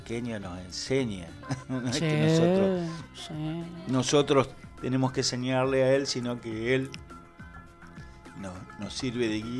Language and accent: Spanish; Argentina; somos así los argentinos